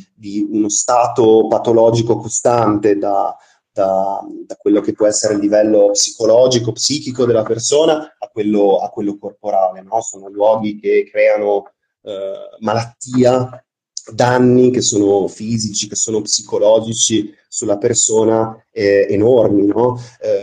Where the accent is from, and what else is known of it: Trieste, Friuli-Venezia Giulia, Italy